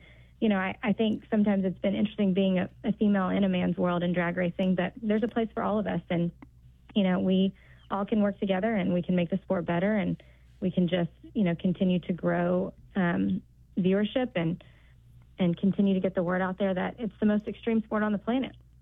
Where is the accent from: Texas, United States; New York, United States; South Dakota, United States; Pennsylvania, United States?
Texas, United States; growing up in Texas, Texas OU is a big rivalry